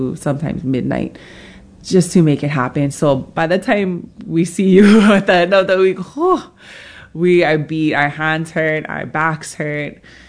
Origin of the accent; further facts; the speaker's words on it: Makawao, Hawaii, United States; There was no place I'd rather be than in my hometown, Makawal.